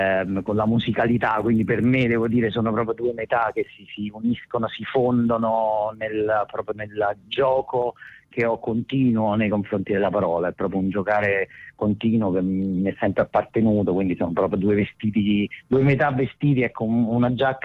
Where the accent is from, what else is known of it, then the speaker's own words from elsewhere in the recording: Caserta, Campania, Italy; now in Rome, Italy; perché io sono di Caserta, anche se, insomma, vivo a Roma da tanto tempo, poi ho vissuto fuori anche dall'Italia